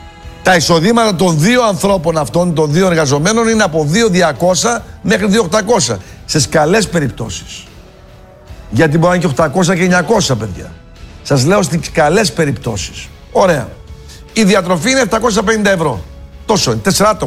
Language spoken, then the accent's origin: Greek; Greece; η Ελλάδα, η πατρίδα μου